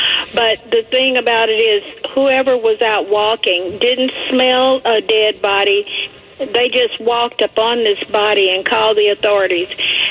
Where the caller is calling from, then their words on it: Fort Worth, Texas, United States; I live in Fort Worth, and Grapevine is like not very far from me, maybe 10 miles or so.